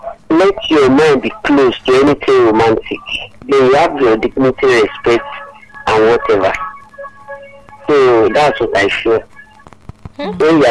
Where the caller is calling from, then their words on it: South Korea; I'm calling from Korea.